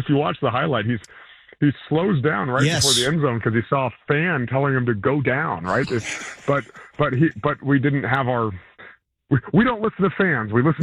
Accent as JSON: {"language": "English", "town": "Houston", "region": "Texas", "country": "United States", "moved": "as an adult", "said": "Like the hyphy movement, I was a kid from Houston, Texas. I had no idea what Bay Area"}